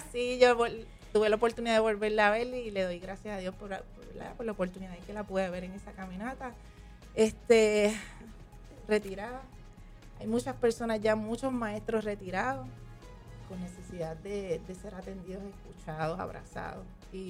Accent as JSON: {"language": "Spanish", "town": "Luquillo", "country": "Puerto Rico", "tie": "born or raised there", "also_born_or_lived": "Fajardo, Puerto Rico"}